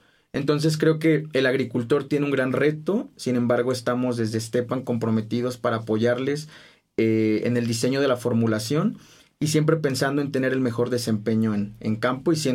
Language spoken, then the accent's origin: Spanish; Guerrero, Mexico; Guerrero de donde yo soy